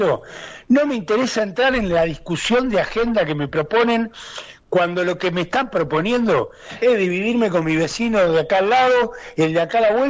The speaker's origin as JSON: {"language": "Spanish", "country": "Argentina"}